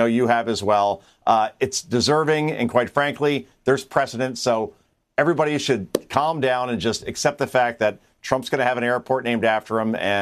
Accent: New Jersey, United States; my name ends in an A and I'm from New Jersey.

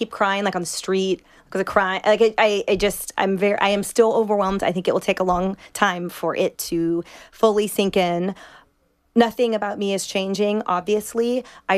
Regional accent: West Coast, United States; Oh, also, and maybe it's from because we're from the West Coast, and in no way am I belittling or generalizing people who aren't, but in my own household that I grew up in our schools and everything, there is a massive politically diverse spectrum.

